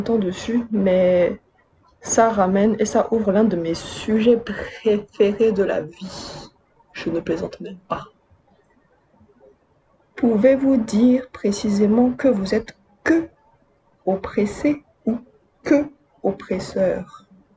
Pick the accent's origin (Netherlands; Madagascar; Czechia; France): Madagascar; en gros, j'ai mes papiers malgaches, toujours, mais j'ai été et je reste de la diaspora malgache. Je suis une malgache qui sera toujours diaspora, je pense.